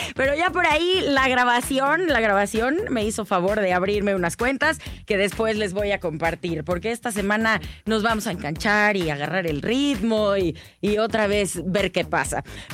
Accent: Guadalajara, Jalisco, Mexico; el público hermoso de mi tierra, Guadalajara, Jalisco

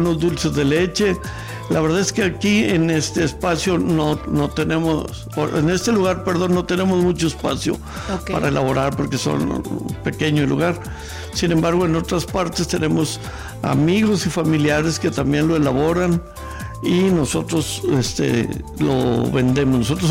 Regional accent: Parras, Coahuila, Mexico; now in Monterrey, Mexico; Bueno, soy de Parras, pero pues ya tengo aquí 42 años.

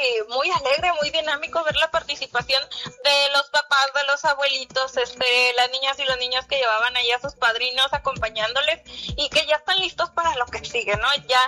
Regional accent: Mexico; yo creo que a todos como mexicanos nos hubiera llenado todavía más de alegría el avanzar

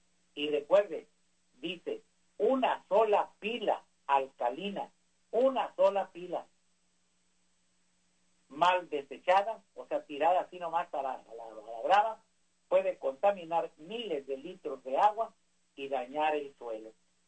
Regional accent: Mexicali, Baja California, Mexico; born there; moved away; yo nací en Mexicali, pero yo creo que me moví antes de que se creara esa colonia

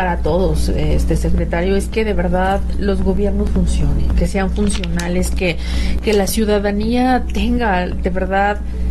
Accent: Guanajuato, Mexico; nuestros mexicanos, nuestros guanajuatenses

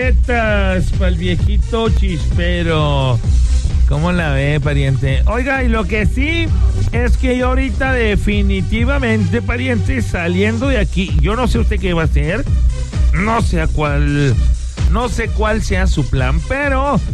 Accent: Mazatlán, Sinaloa, Mexico; ¿Y sabe qué, compa? Soy de Mazatlán.

